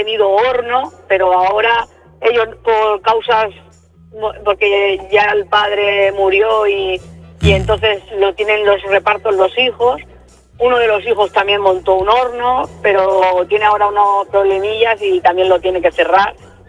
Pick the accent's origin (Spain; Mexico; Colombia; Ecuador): Spain; Santa Pola, Valencian Community; soy de Santa Pola y como yo paso a las 3 de la mañana, a las 4 de la mañana por Santa Pola